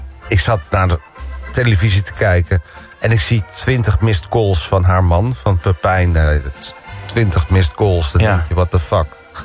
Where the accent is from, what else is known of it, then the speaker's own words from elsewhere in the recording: Purmerend, North Holland, Netherlands; also born or lived in Amsterdam; Nee, ik kom uit Purmerend. Ik heb in Amsterdam op school gezeten. Op de Grafische School, de Dintelstraat.